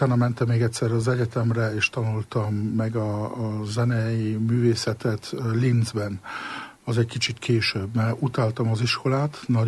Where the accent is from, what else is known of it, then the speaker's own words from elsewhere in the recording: Luxembourg; Hát szüleim 56-ban mentek ki Luxemburgba, és hát én akkor ott születtem.